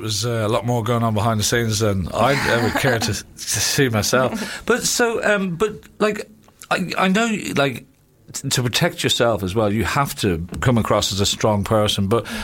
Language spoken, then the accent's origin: English; Ireland; I'm Irish